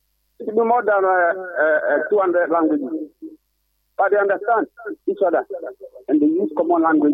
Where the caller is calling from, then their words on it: Manchester, North West England, United Kingdom; from Manchester.